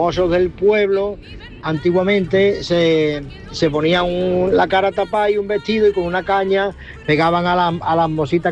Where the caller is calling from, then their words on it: Gilena, Andalusia, Spain; yo soy de Gilena, un pueblecito que hay entre Osuna y Estepa, en la provincia de Sevilla, y que a veces no sale ni en los mapas.